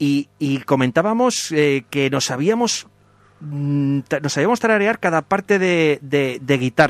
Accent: Los Santos de Maimona, Extremadura, Spain; nosotros que somos de los Santos de Lomosa

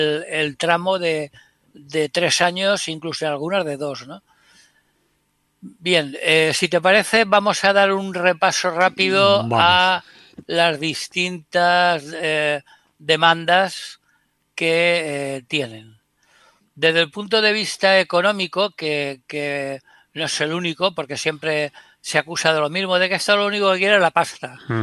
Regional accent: Spain

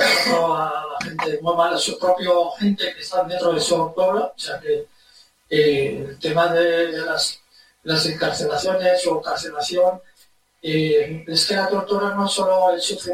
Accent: Rif, Morocco; Spanish is a second language; porque soy del norte, de Arif, especialmente, soy de la zona de Arif y de Refino, de Isa.

